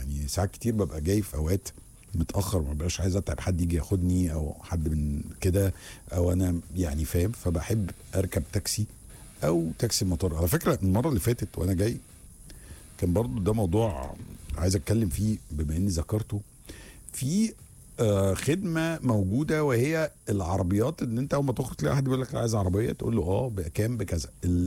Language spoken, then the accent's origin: Arabic; Egypt; انا هشتريها غالية يا باشا انا مصري وزي الفل، مش عايش هنا اصلا، انا عايش في مصر